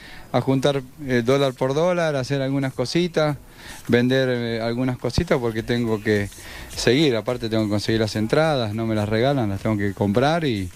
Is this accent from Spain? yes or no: no; Argentina; moved away; Soy argentino y siempre aliento a la selección. Uh-huh. Y esto es mucho tiempo viviendo acá y nunca perdí la pasión por Argentina.